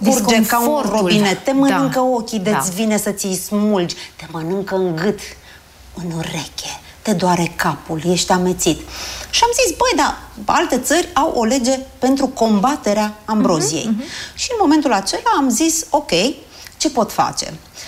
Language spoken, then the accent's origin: Romanian; Romania